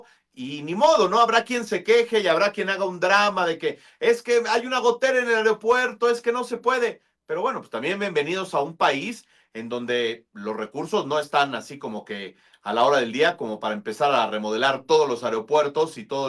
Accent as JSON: {"language": "Spanish", "country": "Mexico"}